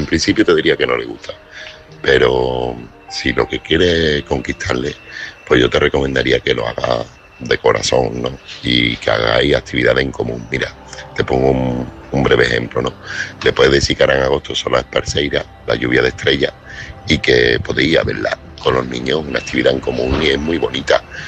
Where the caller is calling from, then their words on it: Seville, Andalusia, Spain; corresponsal de Sevilla.